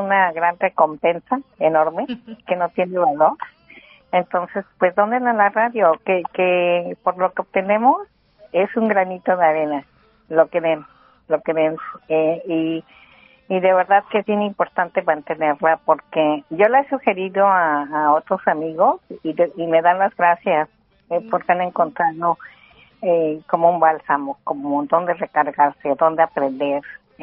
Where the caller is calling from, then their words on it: Sacramento, California, United States; De aquí de Sacramento. Yo pertenezco a la iglesia de Santa Rosa